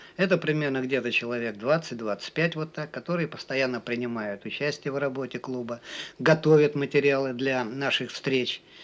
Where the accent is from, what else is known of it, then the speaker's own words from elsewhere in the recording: Saint Petersburg, Russia; родился я в Ленинграде и учился здесь, в Ленинграде, за исключением блокады.